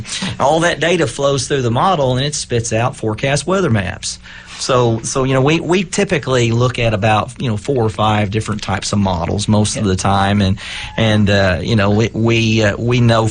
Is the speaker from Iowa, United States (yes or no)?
no; Henderson County, Kentucky, United States; So I grew up in Henderson County and really was interested in weather.